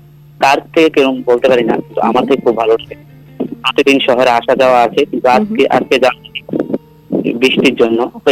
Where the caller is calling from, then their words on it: Agartala, Tripura, India; আমার বাড়ি আগরতলা আড়ালিয়াতে।